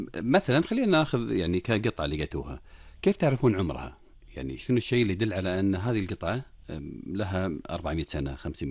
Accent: Kuwait; عندنا في الكويت

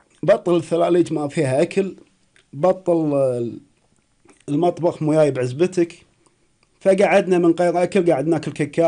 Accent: Kuwait; الأماكن اللي عندنا بالكويت جدا جميلة

